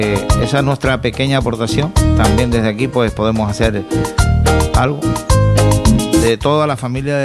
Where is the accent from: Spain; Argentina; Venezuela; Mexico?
Spain; La Orotava, Canary Islands; de La Perdoma, en La Orotava.